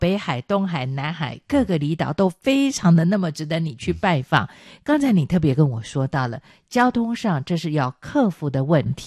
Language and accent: Chinese; Minxiong, Chiayi County, Taiwan; moved away; 像我是嘉义人，其实对我来讲，我愿意从我的老家在大鸟民雄